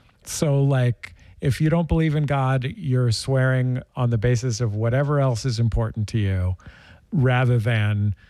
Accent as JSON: {"language": "English", "town": "San Francisco", "region": "California", "country": "United States", "tie": "born or raised there", "said": "Yeah, I grew up in the Mission District."}